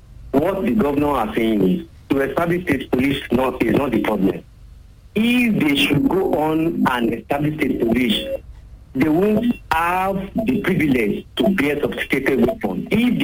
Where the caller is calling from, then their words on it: Apata, Oyo, Nigeria; Hello, good morning, Adiola. … I'm calling from Apata.